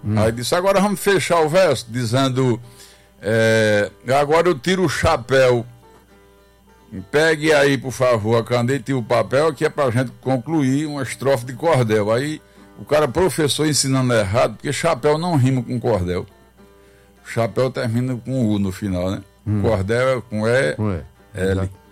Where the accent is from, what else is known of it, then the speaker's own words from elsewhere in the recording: Coremas, Paraíba, Brazil; moved away; Sou paraibano, filho de Coremas. De um lado Aguiar e do outro Emas, onde se vê serra que a vista se some.